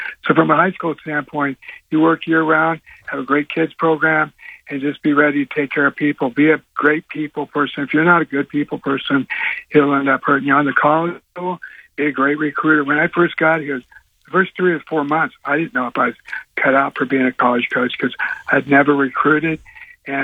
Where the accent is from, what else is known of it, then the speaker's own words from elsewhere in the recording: Las Vegas, Nevada, United States; I'm from Vegas